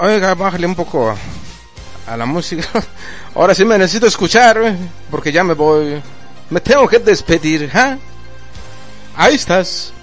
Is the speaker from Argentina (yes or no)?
no; San Antonio Tehuitz, Yucatán, Mexico; accent: Yucatecan; Ahora me estoy forzando ahorita para no hablar como yo. Pero cuando suelto el micrófono, así hablo como yucateco entonces.